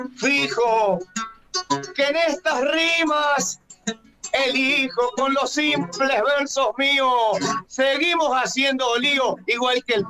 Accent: Santa Fe, Argentina; Después tengo mi repertorio como chamamecero, porque soy del norte de Santa Fe.

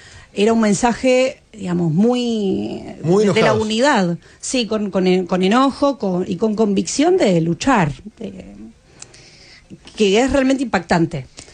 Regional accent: Argentina; obviamente uno es extranjero, entonces te miran y ¿de dónde sos? Claro. De Argentina.

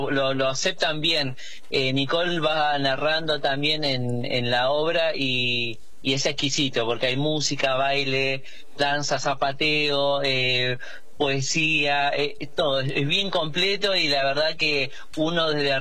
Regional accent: Lomas de Zamora, Buenos Aires Province, Argentina; Somos de Loma de Zamora

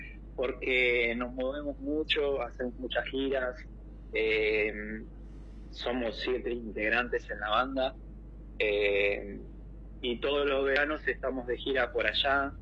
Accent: Argentina; Sí, somos de Buenos Aires.

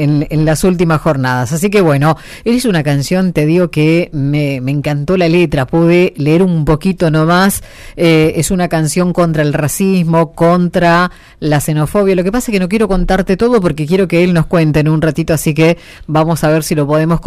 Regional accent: Argentina; Como argentino te digo

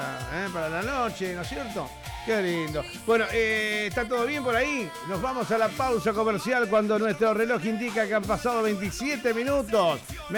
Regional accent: Argentina; los argentinos.

